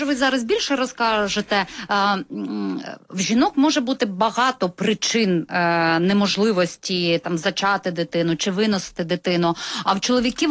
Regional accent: Kyiv, Ukraine; ми, кияни, переживаємо там 4 цих роки, уже 5-й

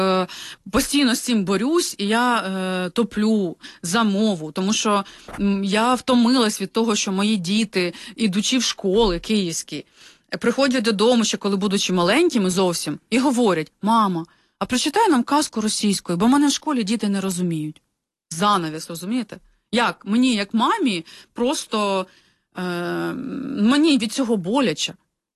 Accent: Brovary, Kyiv Oblast, Ukraine; moved away as an adult; я сама з Броварів

